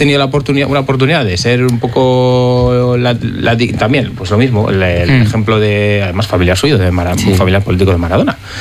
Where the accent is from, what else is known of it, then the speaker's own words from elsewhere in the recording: Bilbao, Basque Country, Spain; el Athletic no deja de ser solo parte de la identidad como bilbaíno y de como vizcaíno